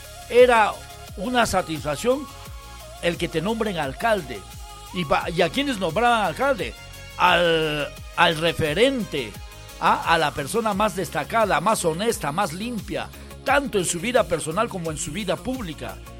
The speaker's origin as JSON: {"language": "Spanish", "town": "San Agustín de Cajas", "region": "Junín", "country": "Peru", "tie": "born there", "said": "mi viejito lindo que descanse en paz, llegó a ser alcalde distrital del San Agustín de Cajas, mi pueblo."}